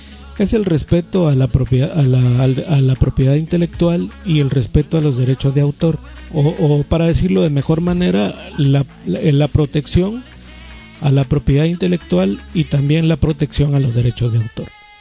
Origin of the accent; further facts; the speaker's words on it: Guatemala; Digo nosotros hablando en general, como sociedad guatemalteca.